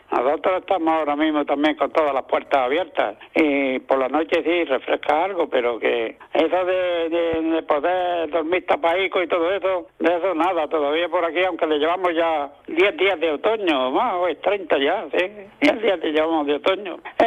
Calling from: Almuñécar, Andalusia, Spain; de Muñécar.

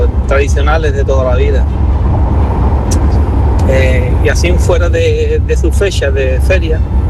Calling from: Guadalcacín, Andalusia, Spain; Las fiestas de mi pueblo se llama Guadalcacín. Es un pueblecito de la provincia de Cádiz. Está cerquita de Jerez de la Frontera. Pegado a lo que es al aeropuerto de Jerez.

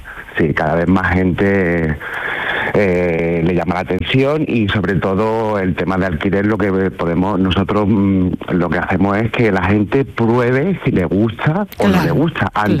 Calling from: Puente Genil, Andalusia, Spain; Pues estamos en Puente Genil, en Córdoba.

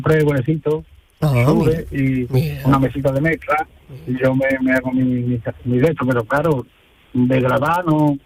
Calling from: Alcalá de Guadaíra, Andalusia, Spain; Yo de Alcalá de Guadaira.

